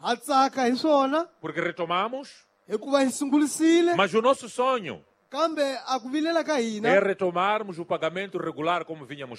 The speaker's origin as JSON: {"language": "Portuguese", "country": "Mozambique", "said": "nós como moçambicanos."}